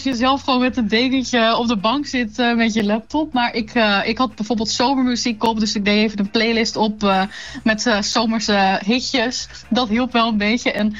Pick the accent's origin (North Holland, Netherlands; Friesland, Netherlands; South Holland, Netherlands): Friesland, Netherlands; Leeuwarden; ik ben zelf net verhuisd uit Leeuwarden, maar ik kom uit Leeuwarden en ik heb lang in de binnenstad gewoond.